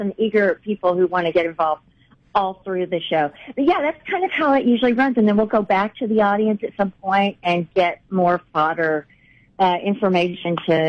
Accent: Texas, United States; moved away; You know, I'm from Texas originally and have a lot of family in Oklahoma

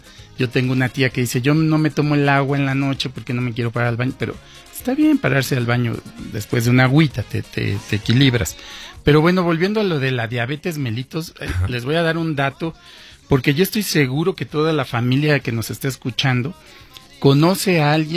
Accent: Mexico

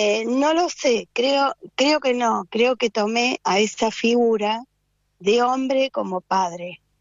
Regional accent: La Plata, Buenos Aires Province, Argentina; nací en la ciudad de La Plata, estudié acá, hice todo en secundario

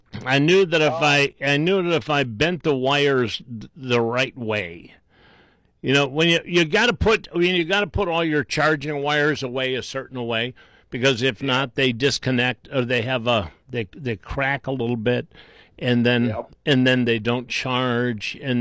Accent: Cleveland, Ohio, United States; I grew up in Cleveland. We used to pee in troughs like this.

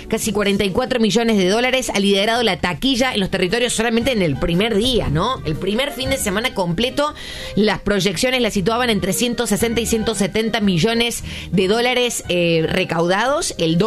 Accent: Jujuy, Argentina; now in Mendoza, Argentina; Soy Jujeño, radicado hace muchos años en Mendoza.

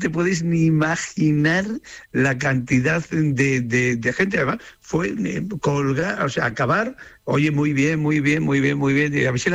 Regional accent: Trujillo, Extremadura, Spain; las primeras personas que me he encontrado han sido de mi pueblo, de Trujillo.

